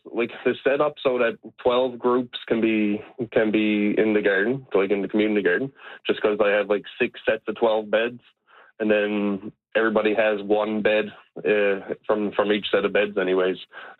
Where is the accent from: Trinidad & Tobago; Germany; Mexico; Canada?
Canada; Witless Bay, Newfoundland and Labrador; I remember growing up, I'm from Whitless Bay on the Southern Shore.